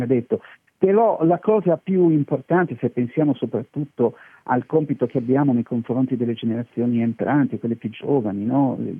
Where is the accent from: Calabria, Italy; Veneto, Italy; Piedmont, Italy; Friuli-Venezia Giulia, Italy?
Friuli-Venezia Giulia, Italy; Trieste; come triestino